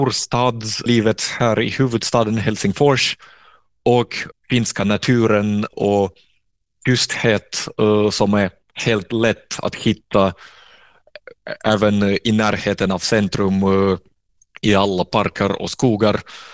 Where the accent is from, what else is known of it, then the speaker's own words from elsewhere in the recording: Saint Petersburg, Russia; Swedish is a second language; now in Sweden; Jag har mormor där hemma i Sankt Petersburg. Vi kommunicerar online och samma med några gamla bekanta. Rösten i metrotågen, alla skyltar på, med modersmål på.